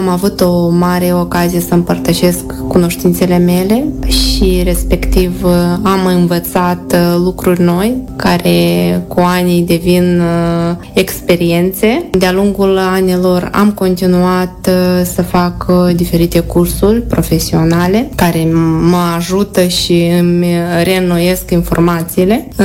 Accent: Rublenița, Soroca District, Moldova; moved away as an adult; now in Spain; vin din Republica Moldova, din satul Rublenița.

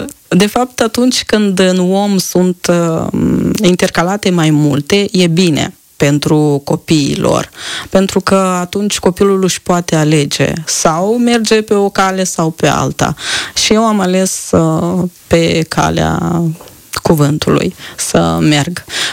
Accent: Filipeni, Leova District, Moldova; now in Chișinău, Moldova; sunt și 100 de kilometri de la Chișinău până la Filipeni.

